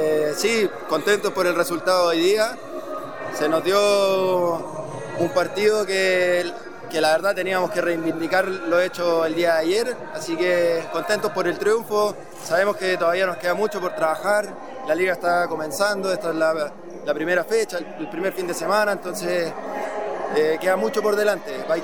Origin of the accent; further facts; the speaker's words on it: Concepción, Biobío, Chile; Yo soy penquista, soy de Conce, pero siempre he tenido una muy buena relación con Linares.